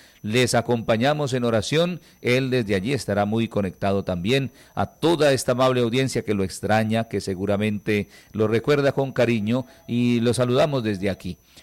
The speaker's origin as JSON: {"language": "Spanish", "country": "Colombia", "said": "lo que importa es que somos colombianos. Somos la gente de este terruño maravilloso, de esta tierra bendecida por el Creador"}